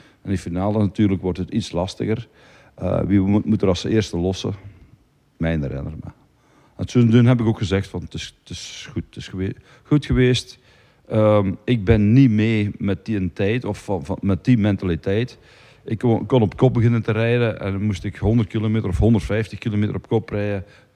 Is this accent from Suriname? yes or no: no; Belgium; voor ons als Belgen